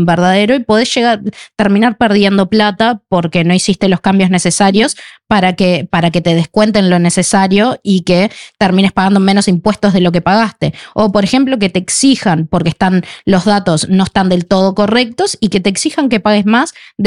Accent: Sweden; Spanish is a second language

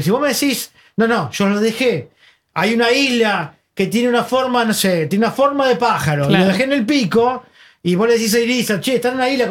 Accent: Buenos Aires, Argentina

